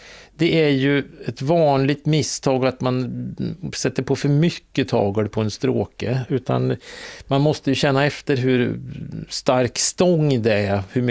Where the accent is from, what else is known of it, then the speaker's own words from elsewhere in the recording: Jämtland County, Sweden; jag är uppvuxen i Jämtland